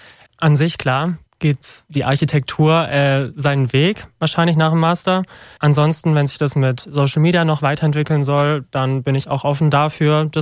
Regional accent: Filderstadt, Baden-Württemberg, Germany; ich bin 24 Jahre alt, komme aus der Nähe von Stuttgart. Ich sage immer Filderstadt, oben da, wo der Flughafen ist.

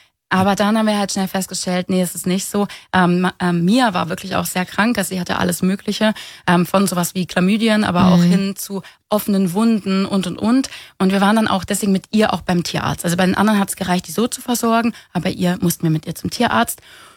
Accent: Greece; ich bin ja halbe Griechin, das heißt, ich weiß, wie die Zustände sind

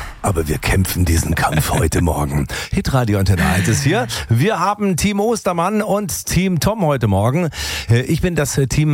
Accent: Tübingen, Baden-Württemberg, Germany; Das also, fängt deprimierend an, weil meine Heimatstadt Tübingen mir jetzt gerade in den Rücken fällt.

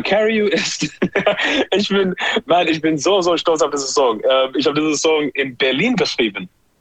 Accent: Zimbabwe; born there; German is a second language; moved away; ich bin in Zimbabwe geboren

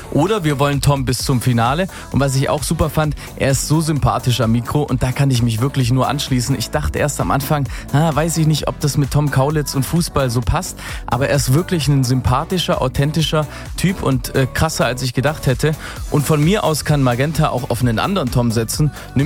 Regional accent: Tübingen, Baden-Württemberg, Germany; So, meine Heimatstadt Tübingen, die wird mich hoffentlich unterstützen, Yvonne.

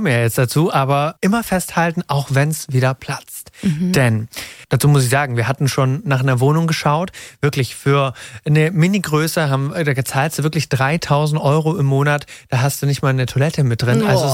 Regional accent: Ditzingen, Baden-Württemberg, Germany; Ich komme aus Nähe Stuttgart, Ditzingen

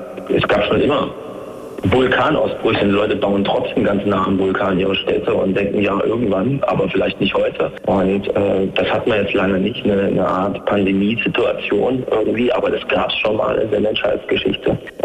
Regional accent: East Germany, Germany; Also in meinem Fall wäre es jetzt zum Beispiel auch der Mauerfall, die Wende. Das hat wirklich viel bei uns im Osten bewegt

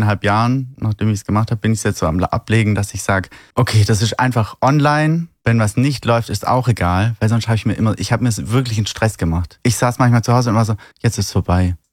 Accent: Baden-Württemberg, Germany; now in Berlin, Germany; als Schwabe darfst du ja auch nichts wegschmeißen.

